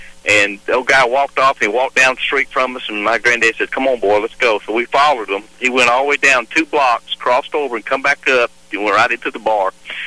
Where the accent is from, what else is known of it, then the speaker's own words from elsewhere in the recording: Bellwood, United States; I was born and raised in Bellwood. I don't know if you've heard of Bellwood.